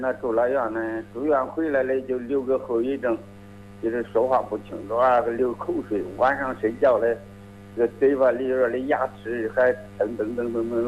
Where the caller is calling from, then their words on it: Jiangling, Hubei, China; 我是江陵县六合院农场。